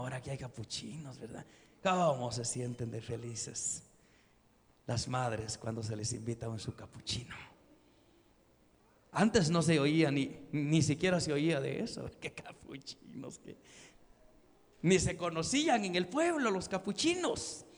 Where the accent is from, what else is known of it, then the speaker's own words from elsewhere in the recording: Guatemala; born there; decían allá en mi pueblo